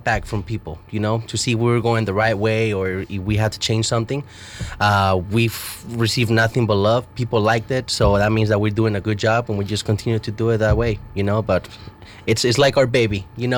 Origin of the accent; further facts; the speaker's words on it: Mexico; moved away; I'm from Mexico